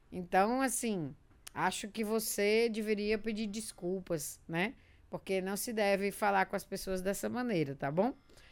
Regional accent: Fortaleza, Ceará, Brazil; Eu sou de prova, porque eu sou de lá de Fortaleza.

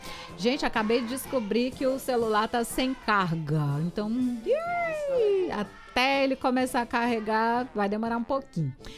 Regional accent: Maranhão, Brazil; Só estou com saudades deles todos lá no meu país, Maranhão.

